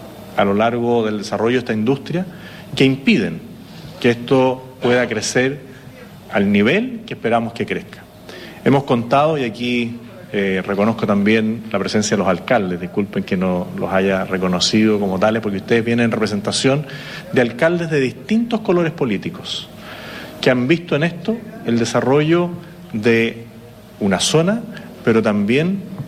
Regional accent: Chile

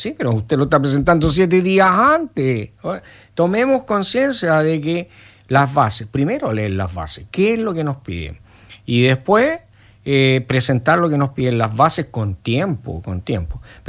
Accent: Chile; porque somos chilenos.

